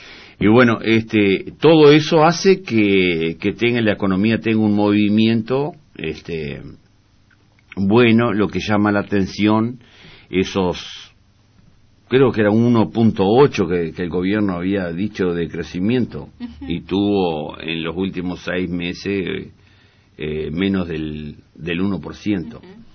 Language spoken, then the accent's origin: Spanish; Uruguay; Nosotros que somos vascos